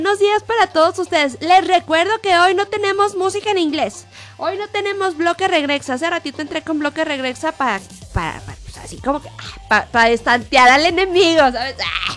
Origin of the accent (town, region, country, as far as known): Mexico